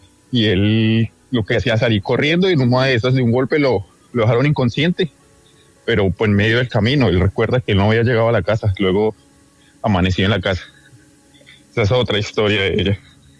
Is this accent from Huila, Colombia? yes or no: no; Boyacá, Colombia; Yo soy de Boyacá. Nosotros nos encantaba salir a caminar en montañas